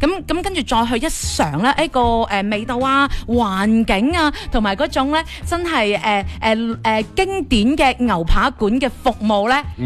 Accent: Foshan, Guangdong, China; 对于我哋老佛山嚟讲，

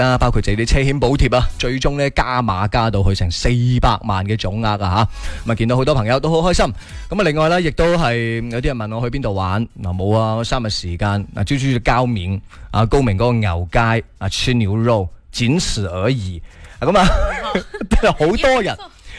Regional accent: Guangdong, China; 因为食嘢都好啱我哋广东人胃口嘅噃。

